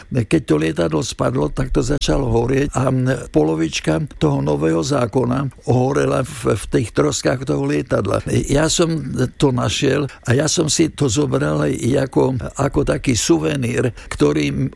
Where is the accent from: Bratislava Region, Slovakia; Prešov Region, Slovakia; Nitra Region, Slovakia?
Bratislava Region, Slovakia; Bratislava; Toto je z čias druhej svetovej vojny, keď sme boli evakuovaní z Bratislavy, pretože sa boli obavy bombardovania, ku ktorému aj došlo, keď zničili Apollo rafinériu.